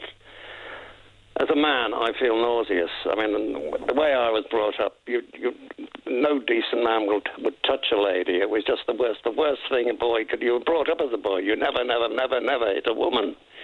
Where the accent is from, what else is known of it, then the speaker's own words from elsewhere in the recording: Liverpool, North West England, United Kingdom; I'm a Scouser, I still support Liverpool as football.